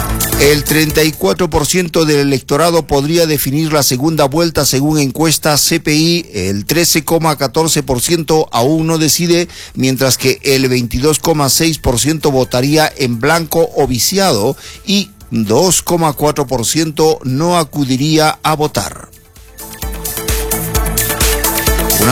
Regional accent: Peru; como somos los peruanos y peruanas, siempre aguerridos, siempre luchadores, siempre creativos

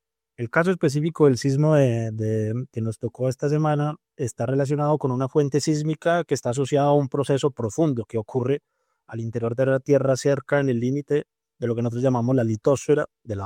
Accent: Manizales, Caldas, Colombia; Yo, como conocen en mi hoja de vida, vengo de la ciudad de Manizales

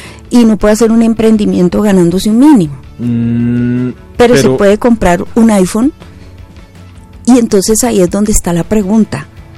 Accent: Colombia

